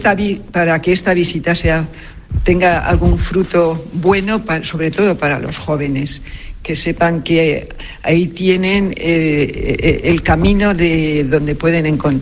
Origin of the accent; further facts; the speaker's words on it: Colombia; now in Spain; Vengo de Colombia en el año 1989.